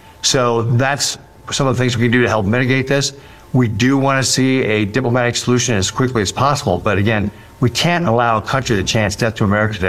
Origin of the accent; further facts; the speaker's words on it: Nebraska, United States; That's what I'm working on very hard in my home state of Nebraska, is getting out around the state and talking to folks